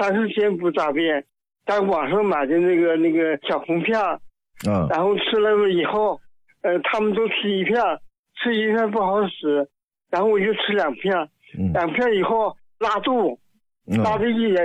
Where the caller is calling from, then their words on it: Jilin, China; 延边那个朝鲜之州统文市的。